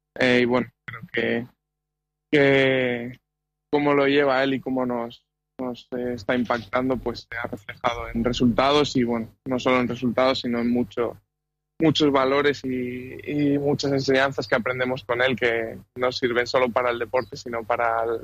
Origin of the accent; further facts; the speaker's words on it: Santa Pola, Valencian Community, Spain; soy un chico de Elche, de Santa Pola